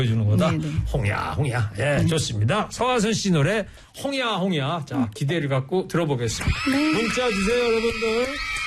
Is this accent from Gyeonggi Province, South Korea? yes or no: yes; Anseong, Gyeonggi Province, South Korea; 제 고향이 안성인 이천 시내예요?